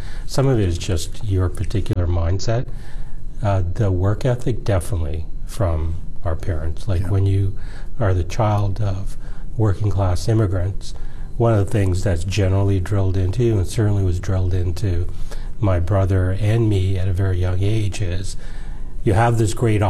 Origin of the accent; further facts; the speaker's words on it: Toronto, Ontario, Canada; I spent most of my time growing up in the Malvern neighborhood, so we would have been close. And as you may recall, we were probably in Scarborough.